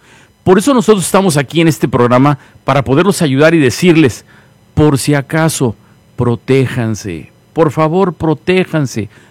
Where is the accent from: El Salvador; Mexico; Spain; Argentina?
Mexico; Gutiérrez Zamora, Veracruz; Yo soy de Veracruz, de Gutiérrez Zamora, Veracruz, el norte de Veracruz está a 2 horas del puerto. En ese lugar existen cosechas de naranja, de plátano, de mandarina. Es un paraíso